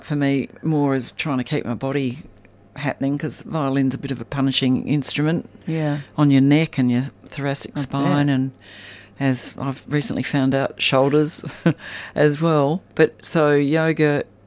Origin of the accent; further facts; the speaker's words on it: Armidale, New South Wales, Australia; From Armidale, where we grew up in New South Wales.